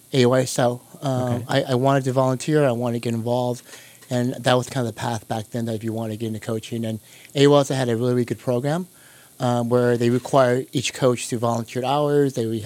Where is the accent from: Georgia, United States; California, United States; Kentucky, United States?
California, United States; San Francisco; Yeah, I grew up in San Francisco, and I had a Colombian friend who were best friends growing up